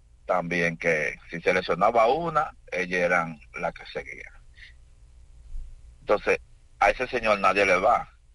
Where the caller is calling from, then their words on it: Boca Chica, Santo Domingo, Dominican Republic; yo soy de Boca Chica.